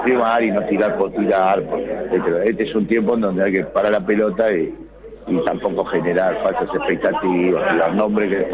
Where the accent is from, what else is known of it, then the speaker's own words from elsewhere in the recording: Buenos Aires, Argentina; cuando era chiquito y me juntaba con mis amigos en el Parque Chacabuco para jugar a la pelota